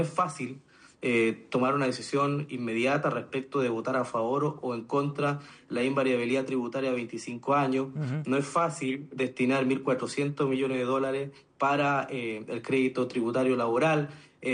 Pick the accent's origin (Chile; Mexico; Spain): Chile; Patagonia; somos de la Patagonia ambos